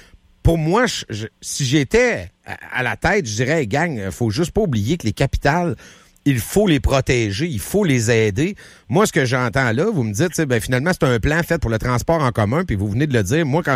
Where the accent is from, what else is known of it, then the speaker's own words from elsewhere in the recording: Quebec, Canada; Nous, moi, je viens du centre du Québec.